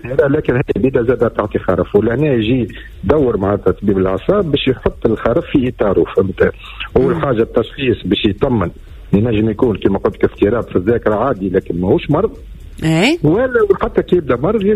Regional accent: Tunisia; واحنا في الجمهورية التونسية

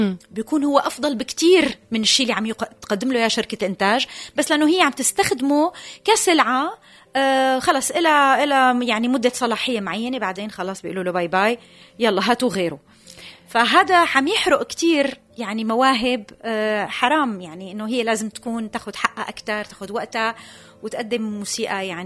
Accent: Syria; also born or lived in Paris, France

